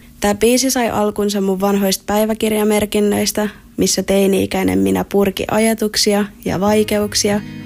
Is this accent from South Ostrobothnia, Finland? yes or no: no; Pori, Satakunta, Finland; Mä oon 25-vuotias ja mä tuun Porista.